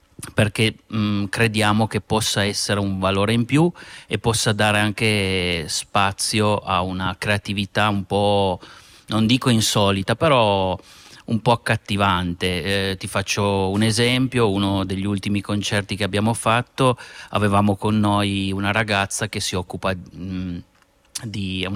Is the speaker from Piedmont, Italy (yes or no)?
yes; Piedmont, Italy; noi arriviamo dal Saluzzese, siamo di Envie, di Barge